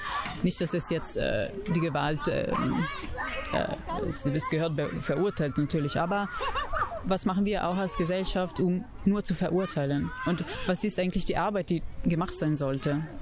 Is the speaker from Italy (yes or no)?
yes; Italy; Wir sind alle aus verschiedenen Ländern. Ich bin aus Italien